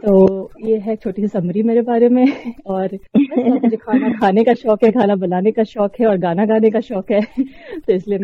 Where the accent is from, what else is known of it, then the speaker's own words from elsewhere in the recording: Ranchi, Jharkhand, India; moved away as an adult; now in Seattle, United States; और वैसे तो मैं रांची से हूँ इंडिया में, मगर मैं पिछले करीब 8 सालों से सियाटल में रहती हूँ।